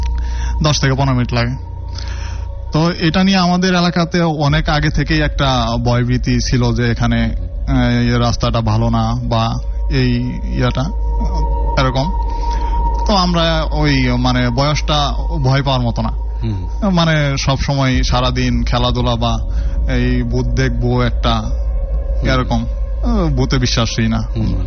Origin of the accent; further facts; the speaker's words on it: Jamalpur District, Mymensingh Division, Bangladesh; জি, জামালপুর জেলায়, হাজরাবাড়ি পৌরসভায়।